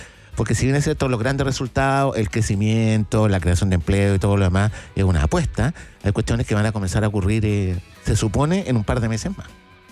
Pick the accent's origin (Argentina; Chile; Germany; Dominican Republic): Chile; Santiago, Santiago Metropolitan Region; Claro, porque yo vivía en La Reja, que en ese tiempo era Pudahuel.